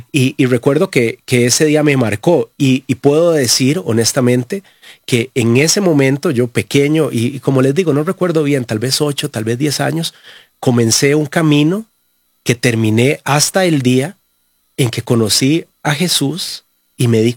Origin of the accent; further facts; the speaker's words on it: Costa Rica; yo crecí en Costa Rica, en una familia de hombres. Yo solo tengo hermanos.